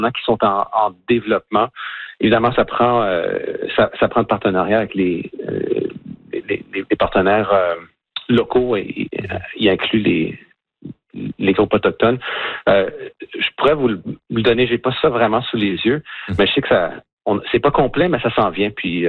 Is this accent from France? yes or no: no; Canada; Oui, puis en fait, puisqu'on est Canadien, ça nous appartient, donc je pense que la logique est très claire.